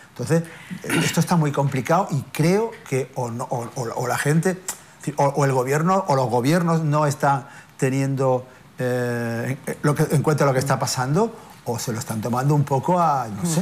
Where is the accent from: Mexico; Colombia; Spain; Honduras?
Spain; Ceuta; somos los ceutíes, somos los que vivimos aquí.